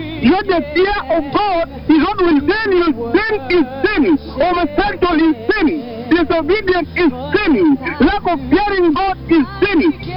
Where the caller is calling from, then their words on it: Washington, United States; I am calling you from Washington, main altar.